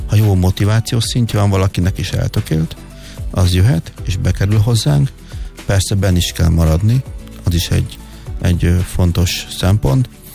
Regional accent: Bács-Kiskun, Hungary; born there; Én egy Bácsiskun megyei kis településen születtem, egy cigánytelepen, nullát cigány származású vagyok

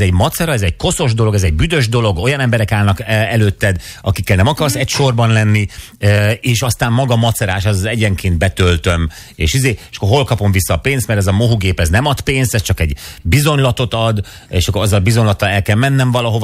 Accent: Hungary; lehet, hogy azért, mert itt nőttem fel.

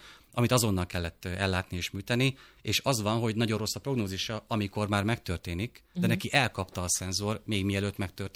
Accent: Szabolcs-Szatmár-Bereg, Hungary; én Szabolcsi vagyok

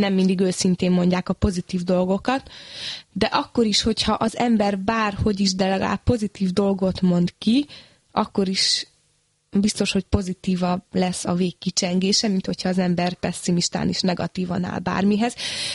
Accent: Hungary; born there; also born or lived in Phoenix, United States; nem véletlenül születtem Magyarországra, és iszonyatos volt a honvágyam is

